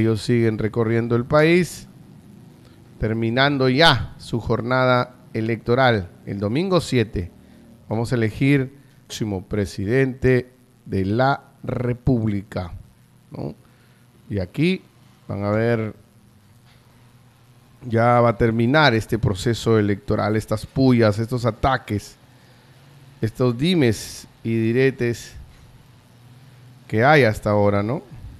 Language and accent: Spanish; Peru